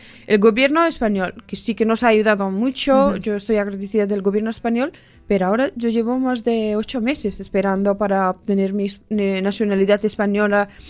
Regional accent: Afghanistan; now in Spain

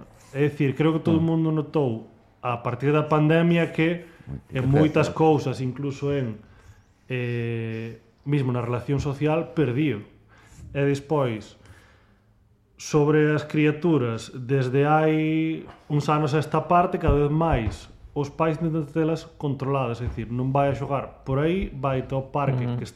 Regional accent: Laxe, Galicia, Spain; Eu son de Laxe.

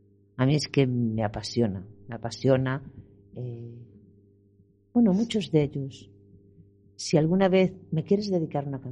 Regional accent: Spain; soy española.

